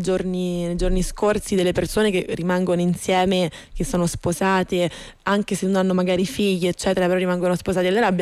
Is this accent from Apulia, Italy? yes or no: yes; Apulia, Italy; Quando mi parli pugliese mi sento al mio paese.